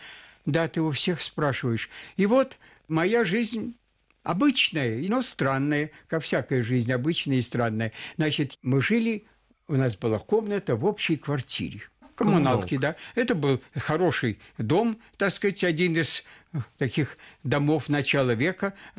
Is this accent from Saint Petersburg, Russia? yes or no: no; Moscow, Russia; born there; Я родился в Москве.